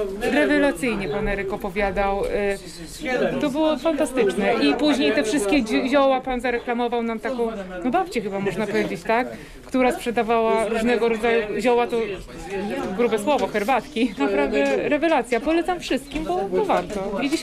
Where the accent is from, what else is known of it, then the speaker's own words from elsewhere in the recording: Sierpc, Masovian Voivodeship, Poland; przyjechałam z Sierpca na Mazowszu.